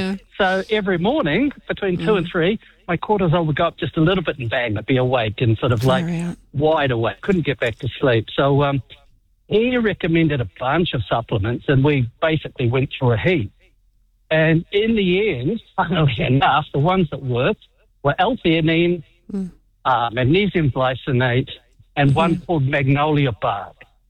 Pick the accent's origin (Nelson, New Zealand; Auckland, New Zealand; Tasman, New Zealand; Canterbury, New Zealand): Auckland, New Zealand; now in Napier, New Zealand; I'm originally from Auckland, but I'm living in Napier, and all of my closest friends are in Auckland.